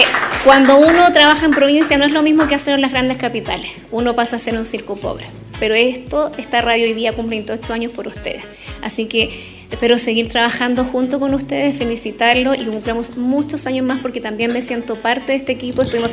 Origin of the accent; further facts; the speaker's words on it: Lihueimo, O'Higgins, Chile; les voy a hablar como periodista y como palmillana padre. Yo vivo en el sector de Ligüeymo, ahí tengo nacida y criada en Ligüeymo.